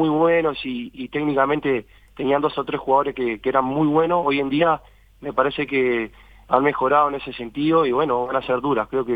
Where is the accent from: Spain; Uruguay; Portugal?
Uruguay; somos uruguayos